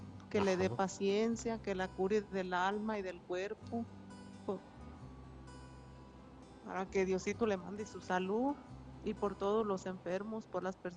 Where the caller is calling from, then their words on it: Jacona, Michoacán, Mexico; hablo de Jacona, Michoacán.